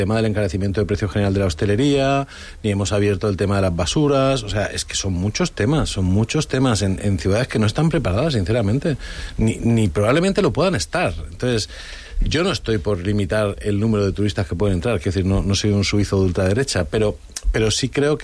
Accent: Region of Murcia, Spain; Yo soy originario de Murcia y me gusta el tenis

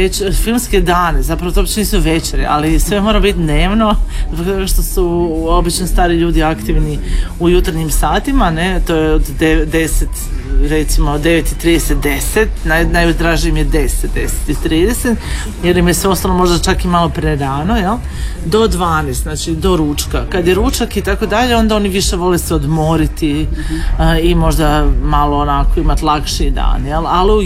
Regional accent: Zagreb, City of Zagreb, Croatia; Mi smo iz Novog Zagreba

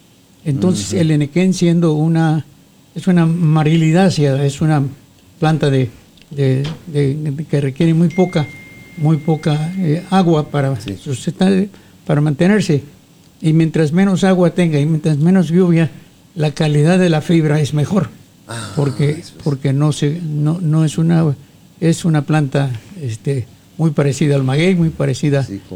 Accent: Mérida, Yucatán, Mexico; toda mi educación fue en la ciudad de Mérida, aunque yo nací en el sur del estado de Yucatán.

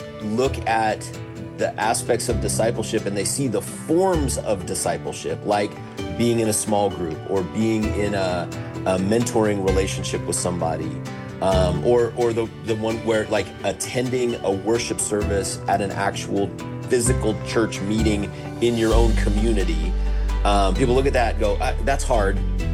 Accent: Oregon, United States; also born or lived in Washington; now in Sioux Falls, United States; I grew up in the Northwest, in Oregon and Washington. I went to school up there.

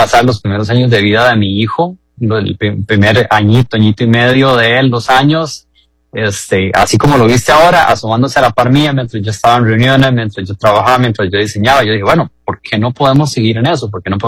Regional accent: Heredia, Costa Rica; now in Alajuela, Costa Rica; A pesar de que yo soy herediano, yo vivo en Alajuela.

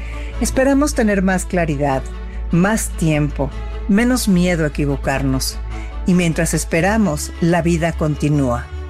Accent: Mexico

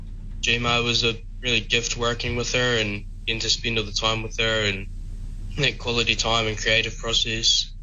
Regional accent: Invercargill, Southland, New Zealand; just obviously born and bred in Invercargill. Just in Invercargill my whole life, haven't moved anywhere.

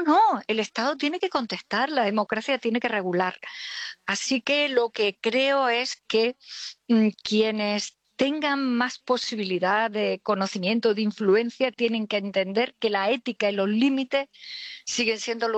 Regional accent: Andalusia, Spain; yo soy andaluza y naturalmente estamos en el día de después

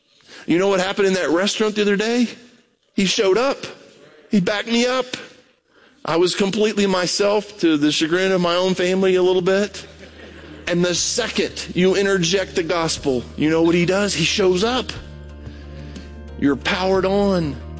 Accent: Brazil; Portuguese, right. Because I grew up in Brazil, I speak Portuguese.

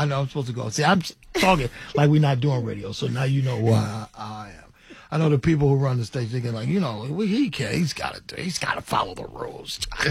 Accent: Ohio, United States; So I'm from Ohio.

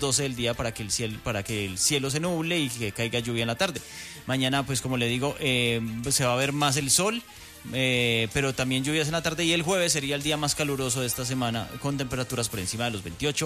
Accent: Colombia; Nosotros somos muy buenos como colombianos

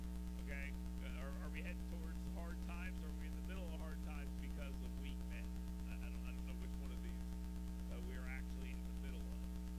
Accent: Florida, United States; But you guys do know that I grew up in Florida, right? And I rode a school bus, and the school buses did not have AC on.

